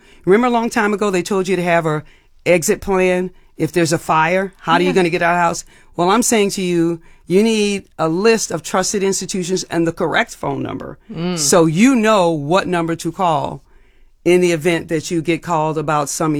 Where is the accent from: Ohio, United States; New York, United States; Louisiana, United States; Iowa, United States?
Louisiana, United States; New Orleans; I grew up in New Orleans. You didn't answer the door.